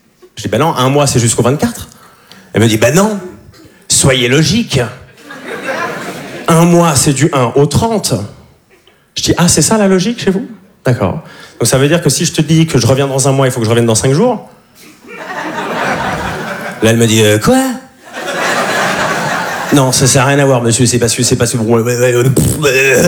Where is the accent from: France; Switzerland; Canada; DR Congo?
Switzerland